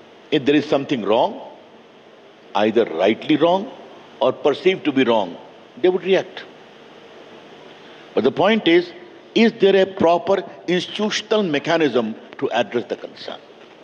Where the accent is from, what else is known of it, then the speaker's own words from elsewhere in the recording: Bihar, India; I come from Bihar